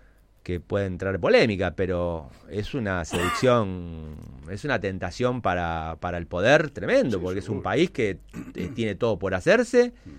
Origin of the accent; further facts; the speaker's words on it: Argentina; No somos los argentinos los sometidos a este nivel de desinformación.